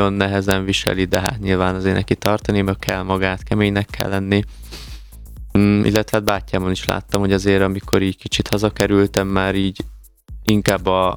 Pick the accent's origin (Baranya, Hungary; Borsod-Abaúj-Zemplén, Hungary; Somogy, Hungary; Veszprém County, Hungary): Baranya, Hungary; Nagyváty; ugye Pécs mellett, Nagyvátyon, ugye szülőfalumba